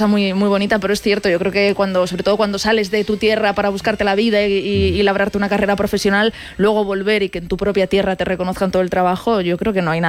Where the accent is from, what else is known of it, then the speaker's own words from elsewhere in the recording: Andalusia, Spain; yo soy andaluza, nosotros sabéis que somos un poco sentidos